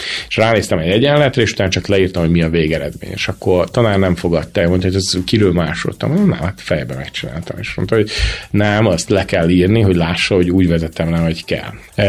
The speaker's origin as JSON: {"language": "Hungarian", "country": "Hungary", "tie": "born or raised there", "first_language": "Hungarian", "moved": "as an adult", "lives_now": "United States", "said": "én nagyon örülök neki, hogy Magyarországon születtem, itt tanultam"}